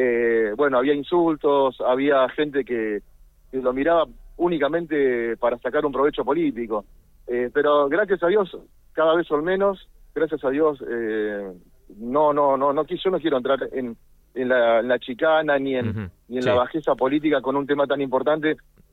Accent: Argentina; nos muestra que estamos teniendo una madurez como pueblo argentino

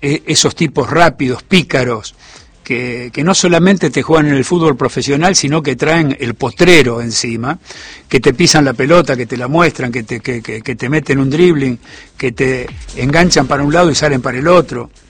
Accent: Rosario, Santa Fe, Argentina; No es que yo como rosarino sí. Me como la S.

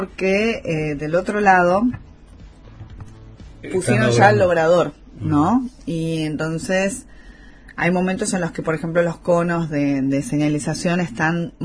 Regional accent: Argentina

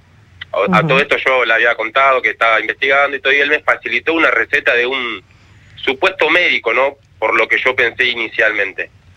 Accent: Buenos Aires, Argentina; yo soy acá de Boedo, en Capital Federal.

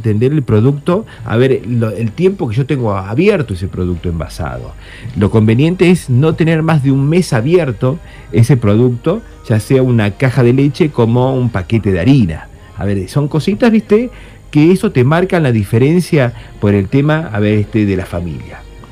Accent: Argentina; como buenos argentinos y argentina

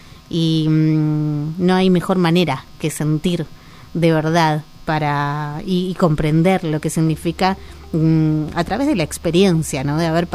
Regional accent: Argentina; En nuestra forma de ver el mundo como argentinos y argentinas

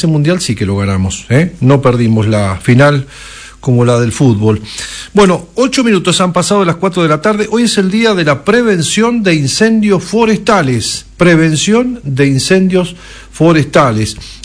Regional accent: Argentina

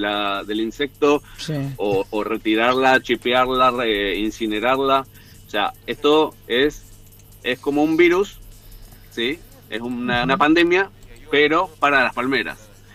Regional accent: Mendoza, Argentina; Yo soy mendocino, soy de Mendoza

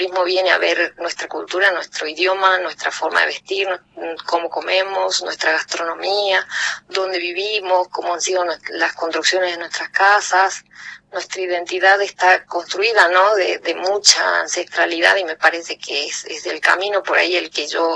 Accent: Santa Catalina, Jujuy, Argentina; como soy de Santa Catalina

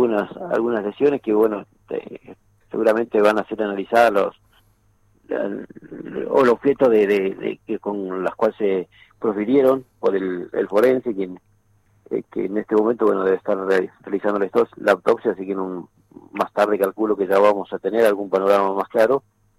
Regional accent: Chos Malal, Neuquén, Argentina; somos de Chosmalal

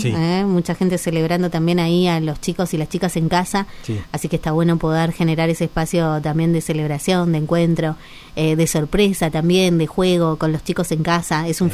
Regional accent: Argentina

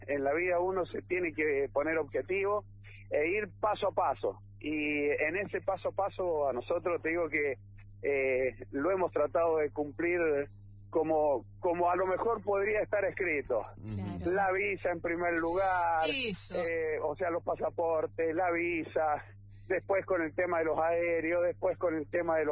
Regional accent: San Juan, Argentina; Los únicos que conocemos somos los de San Juan

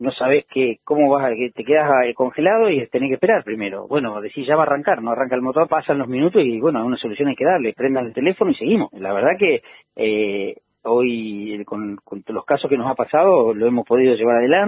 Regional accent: Esquel, Chubut, Argentina; Ya todos los que somos de Esquel sabemos que el edificio del hospital no da para más.

